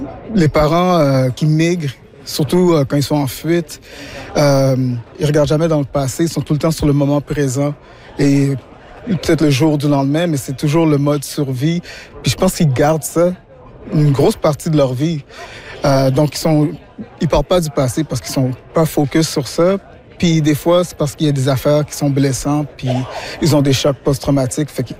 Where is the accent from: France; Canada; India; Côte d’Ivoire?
Canada; Quebec; je suis québécois d'origine haïtienne